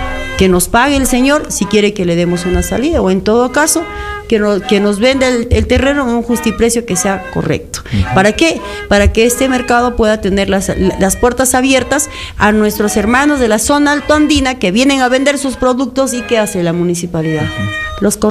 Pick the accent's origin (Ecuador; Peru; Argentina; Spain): Peru; Huanta, Ayacucho; Somos guantinos